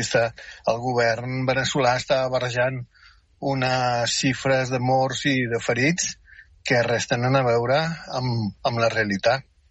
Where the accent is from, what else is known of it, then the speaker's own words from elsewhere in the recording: Catalonia, Spain; born there; accent: South American; also born or lived in Venezuela; jo m'estimo molt Catalunya, és la meva terra, és on vaig néixer, i m'estimo moltíssim Venezuela perquè és la terra que m'ho va donar tot.